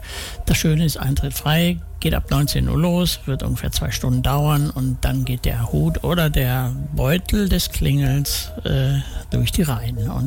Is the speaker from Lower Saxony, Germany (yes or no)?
no; Gladbeck, North Rhine-Westphalia, Germany; als ich jetzt die Tage durch meinen Heimatort Gladbeck gewandert bin, da waren irre viele Menschen an dem Fahrzeug der Tafel